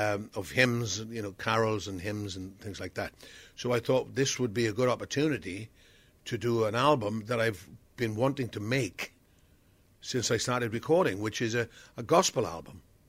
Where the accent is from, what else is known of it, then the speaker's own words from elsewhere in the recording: Wales, United Kingdom; I grew up in South Wales, so I went to a Presbyterian chapel